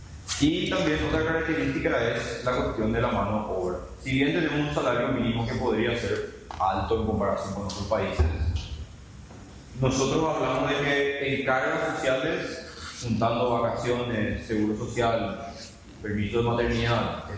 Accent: Paraguay

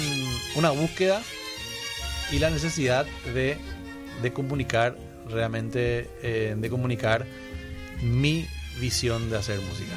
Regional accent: Paraguay; Soy paraguayo, tengo la sangre guaraní.

